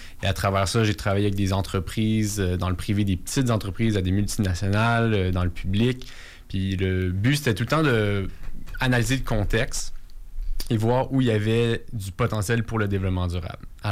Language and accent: French; Montreal, Quebec, Canada; moved away as an adult; now in Quebec City, Canada; je suis un gars de Montréal. Ça fait environ 4 ans que je suis à Québec, puis j'adore ça. Je suis pas sur le point de retourner dans la grande ville.